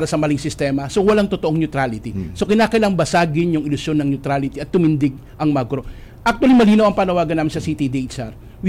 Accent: Valenzuela, National Capital Region, Philippines; nung ako po ay taga Valenzuela

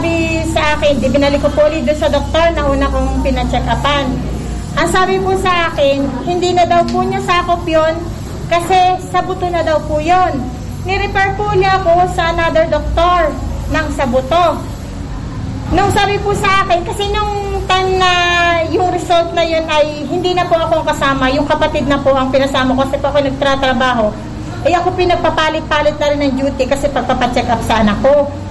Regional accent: Calapan, Oriental Mindoro, Philippines; Nasareto po.

